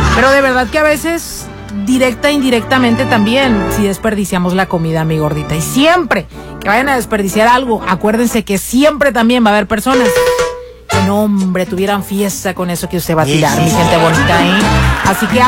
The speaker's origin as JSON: {"language": "Spanish", "town": "Culiacán", "region": "Sinaloa", "country": "Mexico", "said": "Somos culichis, somos sinaloenses."}